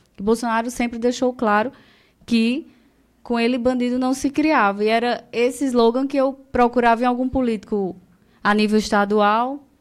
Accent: Campina Grande, Paraíba, Brazil; Porque eu sou de Campina.

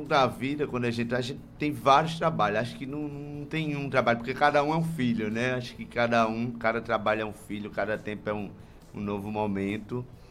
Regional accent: João Pessoa, Paraíba, Brazil; also born or lived in Santa Rita, Paraíba; eu sou de João Pessoa, mas também passei, morei aqui em Santa Rita. Sim. 5 anos.

